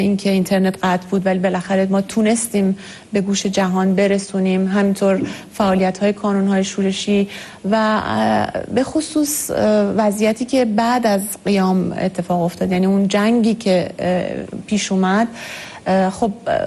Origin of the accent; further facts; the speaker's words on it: Iran; moved away; خب متوجه میشن ما ایرانی هستیم